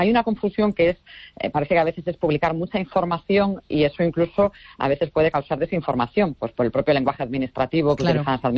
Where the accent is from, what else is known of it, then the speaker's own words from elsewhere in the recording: Galicia, Spain; que afortunadamente se celebra en Galicia y que yo, como gallega, aunque ahora esté al frente de una responsabilidad estatal